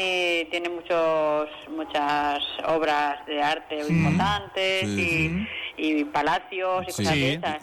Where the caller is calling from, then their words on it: Orihuela, Valencian Community, Spain